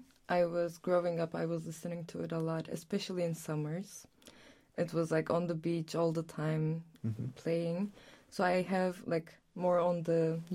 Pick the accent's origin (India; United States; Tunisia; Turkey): Turkey; Aegean Region; moved away; I'm from Turkey and my hometown is right across Greece on the Aegean coast